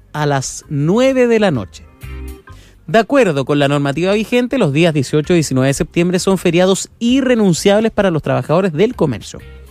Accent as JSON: {"language": "Spanish", "country": "Chile", "said": "Pues como chileno siempre es bueno para andar a última hora, a faltar el jueves, tardecito, comprando carne, todo."}